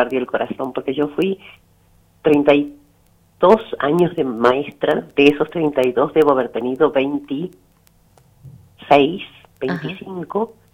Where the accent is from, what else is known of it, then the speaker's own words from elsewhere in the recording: San José, Catamarca, Argentina; moved away as an adult; now in Santa Cruz, Argentina; Por acá ahora estoy en Santa María, Catamarca. En San José, un pueblito más pequeño, que es donde vivía mi madre. Bien. Donde pasé mi infancia y mi juventud antes de viajar a Santa Cruz.